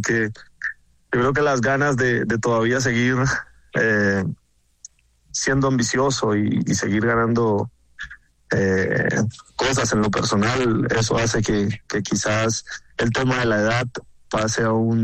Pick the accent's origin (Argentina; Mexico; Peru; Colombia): Colombia; como colombiano y como jugador de fútbol activo